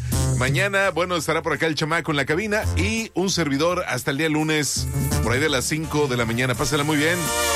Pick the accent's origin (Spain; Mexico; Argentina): Mexico